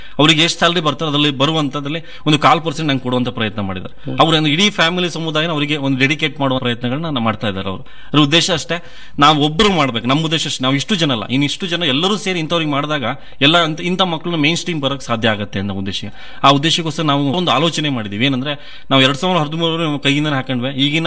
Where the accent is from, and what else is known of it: Shivamogga district, Karnataka, India